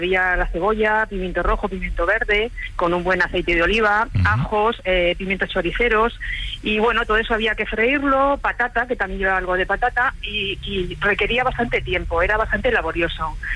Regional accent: Madrid, Community of Madrid, Spain; yo no soy de Tudela, yo soy madrileña, pero mi padre y mi abuela materna eran de aquí, de Navarra.

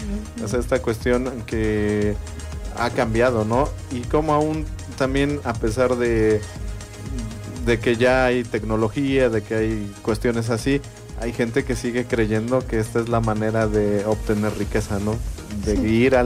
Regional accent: Mexico

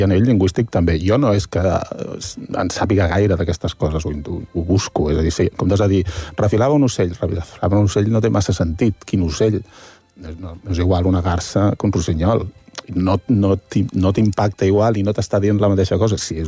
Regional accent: Taradell, Catalonia, Spain; Sí, que és d'on jo soc de Taradell, eh?

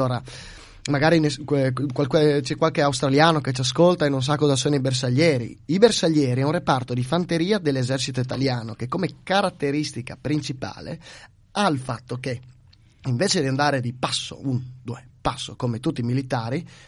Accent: Percoto, Friuli-Venezia Giulia, Italy; born there; perché cerco sempre di parlare un po' del mio paese, di Percoto

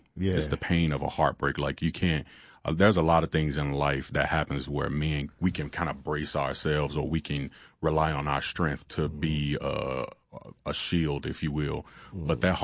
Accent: Chattanooga, Tennessee, United States; born or raised there

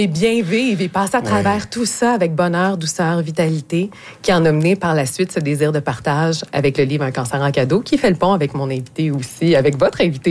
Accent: Montreal, Quebec, Canada; même si je viens de Montréal.

